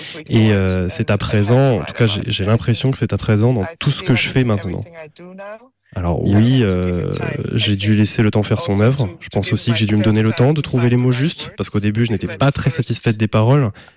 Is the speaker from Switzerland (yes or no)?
yes; Switzerland; Déjà, on est Suisse, donc c'est là que nous avons le plus de liens.